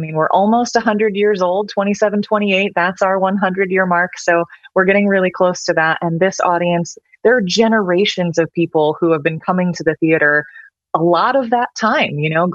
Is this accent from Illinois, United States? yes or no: no; Indiana, United States; born or raised there; moved away as an adult